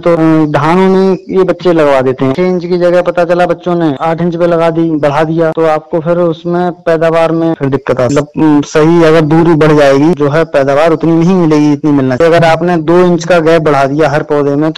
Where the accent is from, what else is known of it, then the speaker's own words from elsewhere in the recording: Bhula Nabipur, Uttar Pradesh, India; मेरा गांव पड़ता है भूला नबीपुर ब्लॉक बहेड़ी में, तहसील बहेड़ी जिला बरेली।